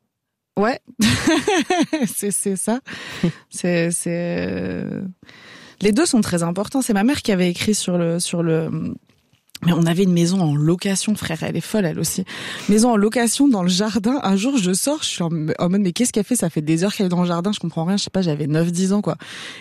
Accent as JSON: {"language": "French", "country": "Algeria", "tie": "born there", "said": "je suis née en Algérie pendant la guerre civile"}